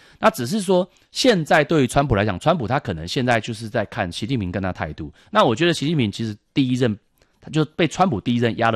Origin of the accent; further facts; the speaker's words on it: Taiwan; also born or lived in United States; 我在美国读书留学的时候，那时候我讲台湾 I'm from Taiwan， 大部分美国人会以为我是从泰国来的